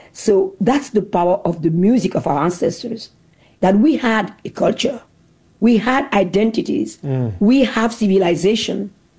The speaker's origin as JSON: {"language": "English", "country": "Benin", "tie": "born or raised there"}